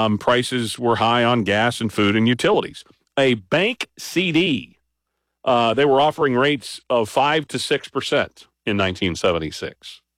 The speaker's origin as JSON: {"language": "English", "region": "Midwest", "country": "United States", "tie": "born or raised there", "said": "growing up in the Midwest, you have your teams"}